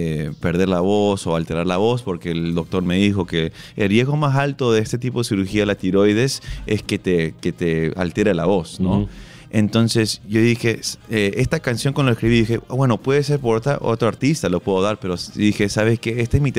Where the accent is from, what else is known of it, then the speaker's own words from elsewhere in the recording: Peru; que somos somos una familia peruana normal, de verdad, ¿no?